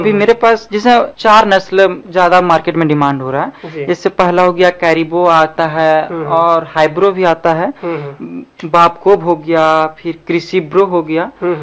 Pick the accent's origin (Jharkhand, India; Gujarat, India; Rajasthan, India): Jharkhand, India; और हम इचाक प्रखंड का मने गाँव का रहने वाले हैं